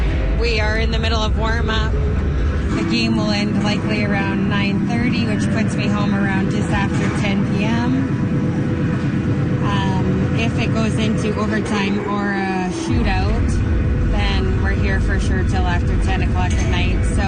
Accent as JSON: {"language": "English", "town": "Lethbridge", "region": "Alberta", "country": "Canada", "said": "I am from Lethbridge, Alberta."}